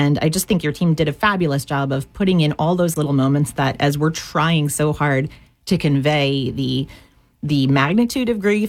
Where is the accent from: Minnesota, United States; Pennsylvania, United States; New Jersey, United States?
New Jersey, United States; Union County; but I grew up in Union County, which is a lot closer